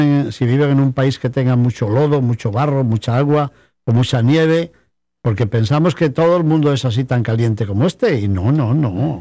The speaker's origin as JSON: {"language": "Spanish", "country": "Spain", "moved": "yes", "said": "pedir una oración por mi tierra, porque media España está ardiendo ahora mismo."}